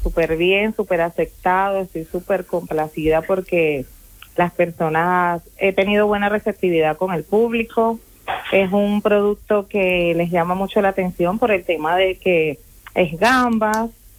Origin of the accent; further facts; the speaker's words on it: Venezuela; now in Spain; Solo esos dos productos que me representan como venezolana.